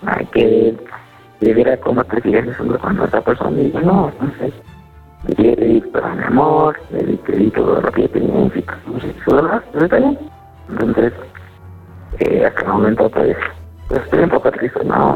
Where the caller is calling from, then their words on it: Puebla, Mexico; Sí, claro, soy de Puebla.